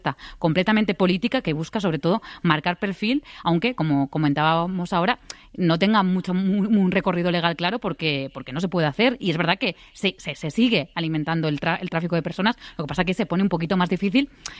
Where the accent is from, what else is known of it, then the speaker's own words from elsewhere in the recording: Castellón, Valencian Community, Spain; Yo soy de Castellón y además acabamos de sufrir un terrible incendio en la Sierra de Espadá, que también está entre Castellón y Valencia.